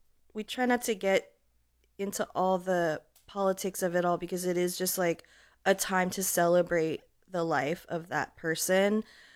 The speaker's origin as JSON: {"language": "English", "town": "Houston", "region": "Texas", "country": "United States", "tie": "born or raised there", "lives_now": "Austin, United States", "said": "I grew up in Houston, so I definitely grew up knowing about Juneteenth. It's so close to Galveston"}